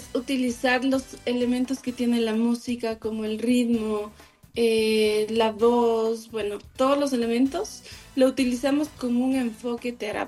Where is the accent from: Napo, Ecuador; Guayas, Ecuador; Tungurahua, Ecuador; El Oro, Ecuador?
Tungurahua, Ecuador; Ambato; Yo soy Gambato y esto, todo esto está pasando en Gambato.